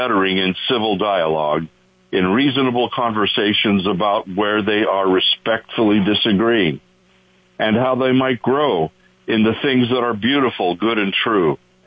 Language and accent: English; Colorado, United States; also born or lived in California; I grieve at this week's shooting at Evergreen High School in Colorado, my home state.